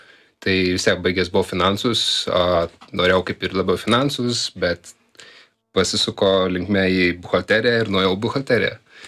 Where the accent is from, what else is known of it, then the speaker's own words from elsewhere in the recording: Kaunas, Kaunas County, Lithuania; Tada Žalgirio, čia aš kaip kaunietis, tai